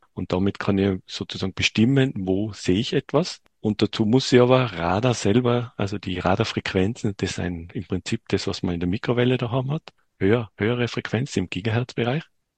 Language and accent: German; Bavaria, Germany; Jawohl, ja, ich bin aus Bayern.